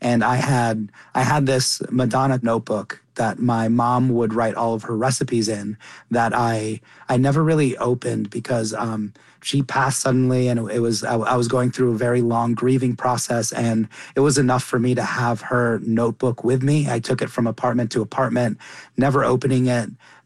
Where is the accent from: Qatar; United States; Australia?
Qatar; Doha; moved away; I was born and raised in Doha, Qatar.